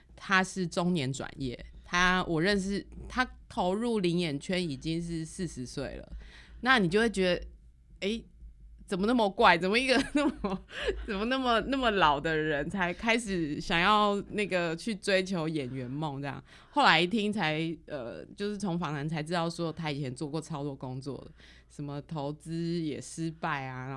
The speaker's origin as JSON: {"language": "Chinese", "region": "southern Taiwan", "country": "Taiwan", "said": "我们都是南部人。"}